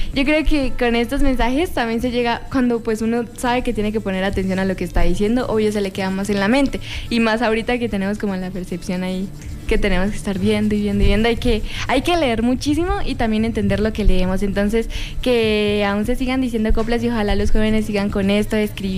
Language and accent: Spanish; Sogamoso, Boyacá, Colombia; born there; soy boyaca colombiana y el público que más quiero. Nacida en Sogamoso, el municipio del Sol y el Acero